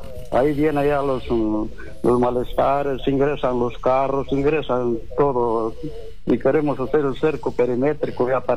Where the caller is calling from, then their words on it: Cajamarca, Peru; soy de Gualabamba … de San Bernardino.